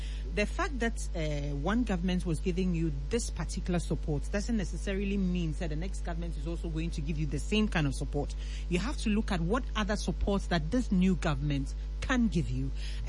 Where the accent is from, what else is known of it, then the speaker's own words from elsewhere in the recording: Ghana; I am just being a Ghanaian and I'm just sharing my thoughts.